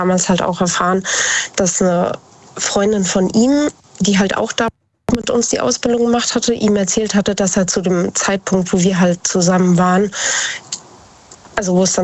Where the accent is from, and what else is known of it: Idstein, Hesse, Germany; born or raised there